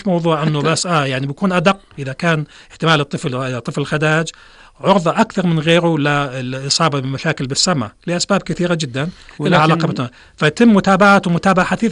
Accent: Jordan; إحنا عندنا بالأردن

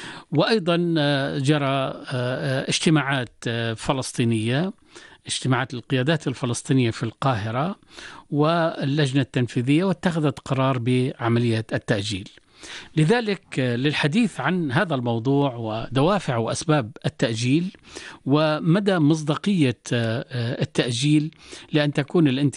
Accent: Jordan; إحنا الحقيقة كأردنيين

